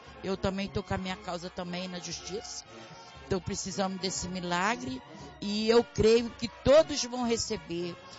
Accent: Bangu, Rio de Janeiro, Brazil; Lá de Bangu.

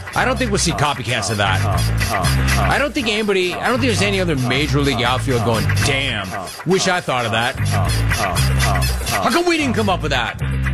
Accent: Los Angeles, California, United States; Given that I grew up in Los Angeles and I've spent my entire life in California, I have never seen anything like that.

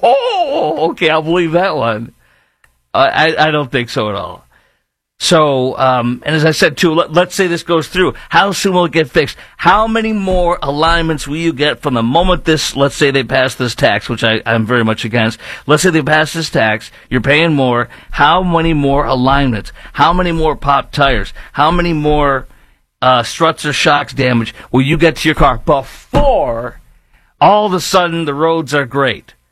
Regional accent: Chicago, Illinois, United States; now in Dallas-Fort Worth, United States; but I live in Dallas-Fort Worth, I am from Chicago, and I've seen a lot of bad frickin' roads

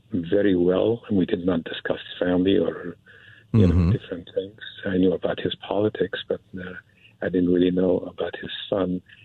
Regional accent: Syria; moved away as an adult; now in United States; I'm a big believer in God, you know, because I'm from Syria. I grew up in Syria, and I came to this country at 18, got into the movie business.

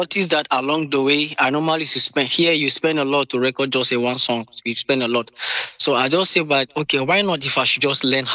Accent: Abuja, Federal Capital Territory, Nigeria; I'm from Nigeria, Abuja. I'm based in Abuja precisely.

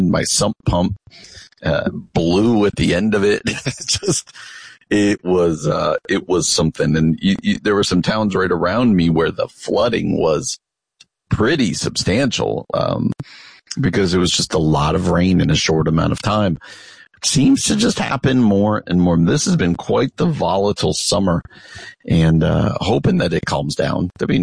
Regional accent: New Jersey, United States; at MetLife Stadium in New Jersey, in my home state, my original home state, not where I am now, but where I grew up.

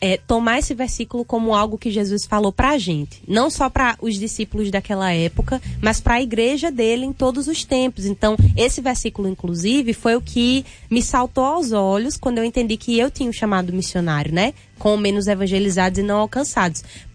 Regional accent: Rio Grande do Norte, Brazil; moved away; Lá de onde eu venho do sertão do Rio Grande do Norte.

